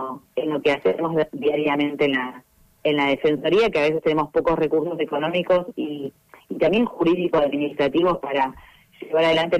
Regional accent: Argentina

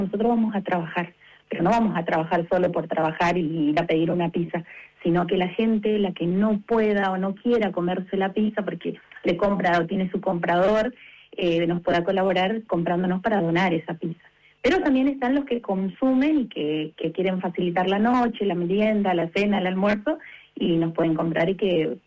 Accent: Chaco, Argentina; moved away; porque nosotros somos chaqueños, y estamos acá hace 20 años.

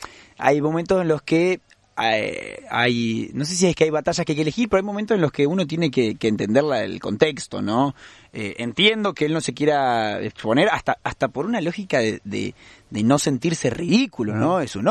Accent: Basque Country, Spain; Después, como vasco y simpatizante del Athletic Club de Bilbao, lo recontrabanco

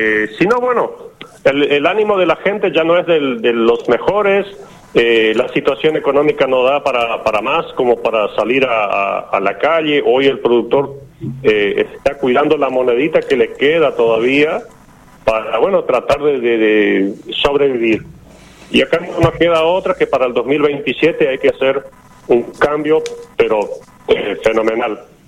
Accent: Aristóbulo del Valle, Misiones, Argentina; Yo soy de Aristóbulo del Valle.

